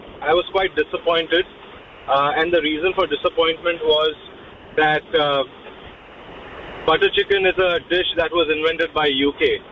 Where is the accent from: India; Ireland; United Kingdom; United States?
India; now in New Zealand; Yes, I am.